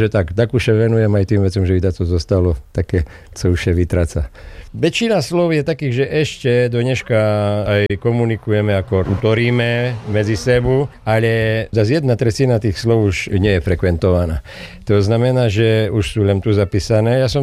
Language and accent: Slovak; Prešov Region, Slovakia; U nás v Šarišu šetému utorí, že komenciaši, to je taký ten šarišský výraz